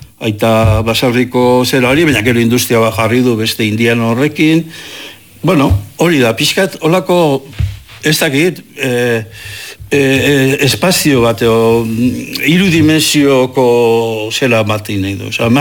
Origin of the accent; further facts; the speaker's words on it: Legazpi, Basque Country, Spain; born there; ni jaio nintzen herria bezala, Leazpi bezala, alde hortatik